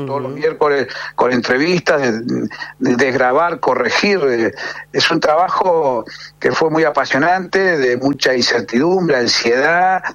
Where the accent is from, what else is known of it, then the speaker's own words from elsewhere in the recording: Allen, Río Negro, Argentina; born there; Yo nací acá en Allen, pero muy identificado con el... Yo soy del Valle, es mi región esta.